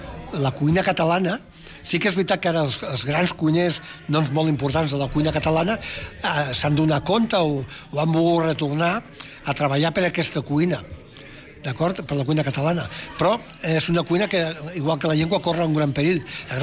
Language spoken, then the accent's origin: Catalan; Catalonia, Spain; Però jo que soc de l'Empordà, que soc de la Costa Brava